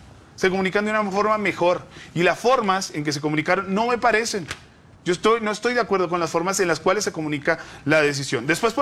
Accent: Colombia; a mí me gustaría, como hincha de la Selección Colombia y como colombiano, saber qué se está buscando con el señor Néstor Lorenzo.

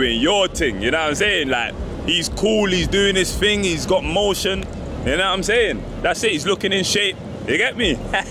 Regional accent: London, United Kingdom; we're here from London, man, you know.

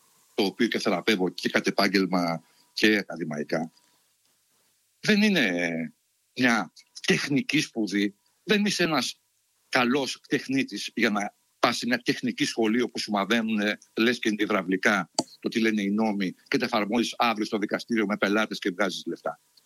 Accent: Greece; σαν Έλληνα

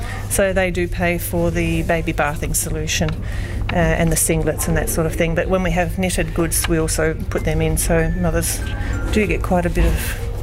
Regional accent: Mount Gambier, South Australia, Australia; I'm from Mount Gambier, so there is a nursing, not a nursing home, more of a retirement village

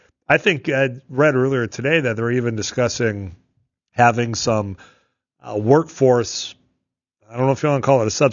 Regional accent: Leeds, North Dakota, United States; moved away; back in my home country, they got 8 inches in rugby, I think 6 in my hometown of Leeds.

